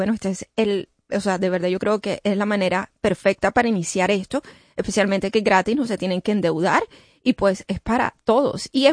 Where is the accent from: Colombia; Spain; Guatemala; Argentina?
Colombia; yo soy colombiana